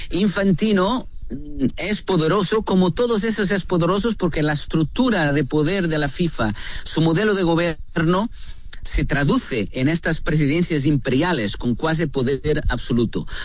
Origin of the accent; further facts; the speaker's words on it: Portugal; Spanish is a second language; yo soy europeo, soy portugués